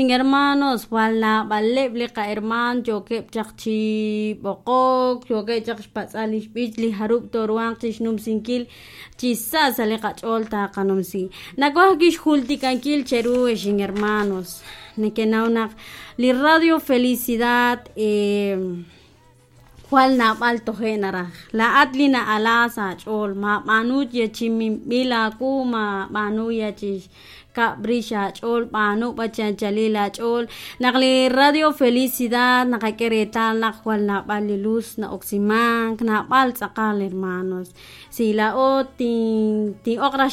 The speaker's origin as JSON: {"language": "Spanish", "town": "Tucurú", "region": "Alta Verapaz", "country": "Guatemala", "lives_now": "Quetzaltenango, Guatemala", "said": "Buenas noches, hermana. Saludo desde Quetzaltenango, soy de Tucurucha."}